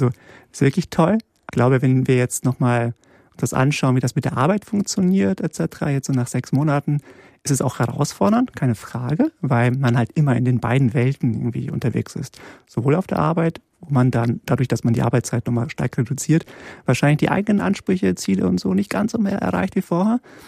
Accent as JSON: {"language": "German", "country": "Poland", "tie": "born there", "said": "Also vor allem auch wegen meiner Herkunft. Ich bin in Polen geboren worden"}